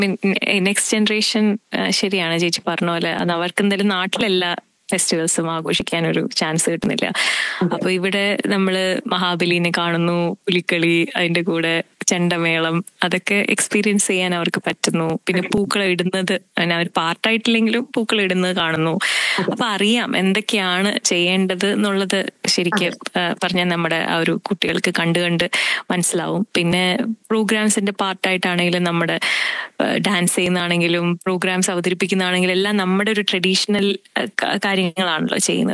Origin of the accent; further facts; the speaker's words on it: Thiruvananthapuram, Kerala, India; ഞാൻ ട്രിവാൻഡ്രത്തിൽ നിന്നാണ്, അപ്പൊ അവിടെ അങ്ങനെയൊക്കെയായിരുന്നു.